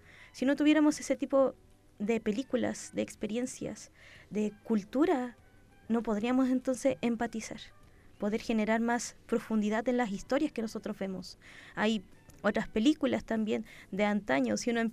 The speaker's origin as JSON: {"language": "Spanish", "country": "Chile", "said": "uno les gusta porque se siente identificado como chileno."}